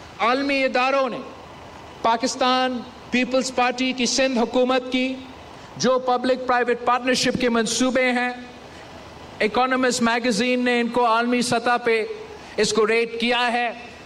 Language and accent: Urdu; United Arab Emirates; تو میں یو اے ای میں بڑا ہوا, وہاں تعلیم حاصل کی